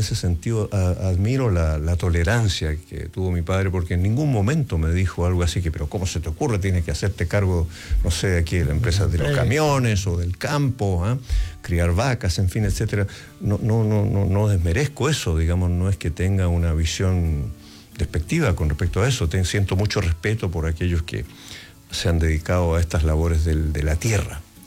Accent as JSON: {"language": "Spanish", "town": "Coyhaique", "region": "Aysén", "country": "Chile", "tie": "born or raised there", "said": "Y después estuve internado en Puerto Aysén, en el liceo. Y después regresé a Coyhaique, a mi pueblo, y aquí terminé mis estudios secundarios."}